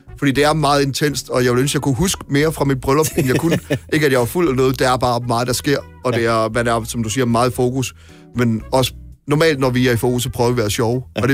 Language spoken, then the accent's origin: Danish; Central Denmark Region, Denmark; som midtjyde føler man, at det er der sådan noget.